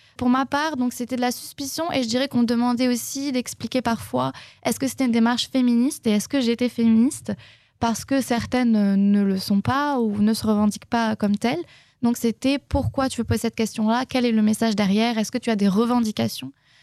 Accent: France; moved away as an adult; also born or lived in Jordan; pourquoi aussi ne pas poser cette question à la société française dont je viens

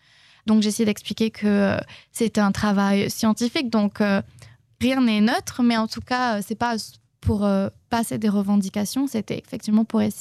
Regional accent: France; moved away as an adult; also born or lived in Jordan; pourquoi aussi ne pas poser cette question à la société française dont je viens

